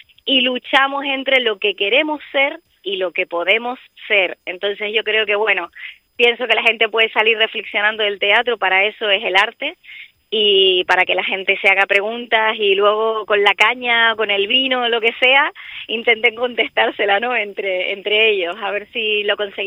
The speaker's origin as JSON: {"language": "Spanish", "region": "Canary Islands", "country": "Spain", "moved": "yes", "said": "soy canaria y cada vez que voy a mi tierra"}